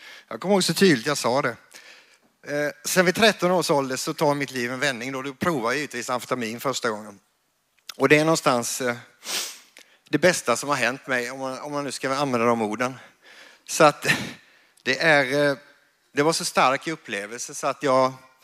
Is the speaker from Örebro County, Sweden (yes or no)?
no; Kalmar, Kalmar County, Sweden; born there; also born or lived in Åtvidaberg; now in Karlskrona, Sweden; jag är född i Kalmar.